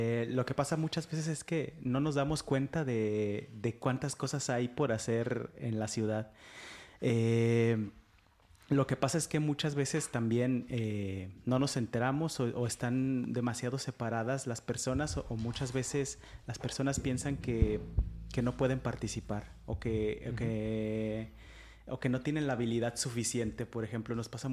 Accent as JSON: {"language": "Spanish", "country": "Mexico", "lives_now": "Ferrol, Spain", "said": "nosotros somos mexicanos, ya se nos escucha. Y llegamos aquí y nos enamoramos realmente de la cultura gallega."}